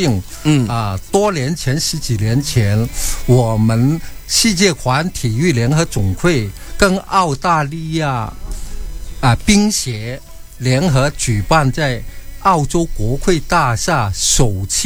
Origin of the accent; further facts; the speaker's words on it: China; now in Australia; 我们中国人